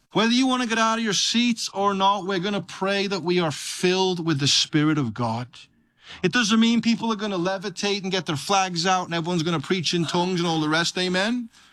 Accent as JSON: {"language": "English", "region": "England", "country": "United Kingdom", "tie": "born or raised there", "moved": "yes", "said": "where I grew up in England."}